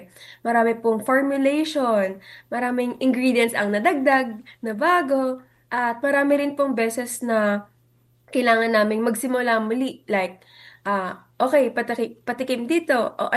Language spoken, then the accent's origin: Tagalog; Lukban, Calabarzon, Philippines; And we also have here our longganisa lukban, of course, since I'm from Lukban